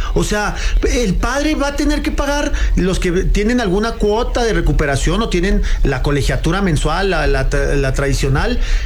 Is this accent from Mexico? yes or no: yes; Chihuahua, Mexico; yo también, yo claro, soy de Chihuahua